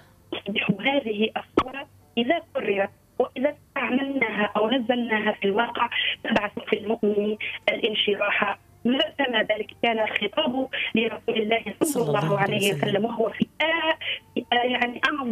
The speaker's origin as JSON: {"language": "Arabic", "country": "Tunisia", "said": "بلادنا تونس"}